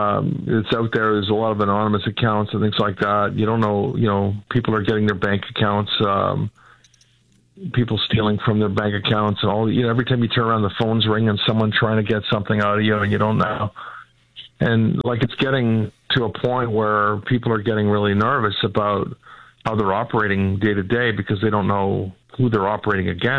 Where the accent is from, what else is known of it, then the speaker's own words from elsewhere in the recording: Canada; We're Canadian and you're proud of it.